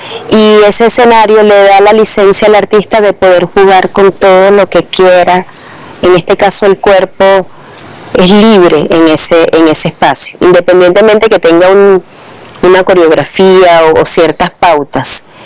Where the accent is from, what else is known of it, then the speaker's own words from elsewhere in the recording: Caracas, Capital District, Venezuela; Yo vengo también de San Agustín del Norte. Y cuando yo estudiaba en el Liceo Andrés Bello, ese fue mi liceo, liceo de mucha gente, artista también, yo recuerdo que bailábamos por toda la ciudad en lo que llamábamos los matinés.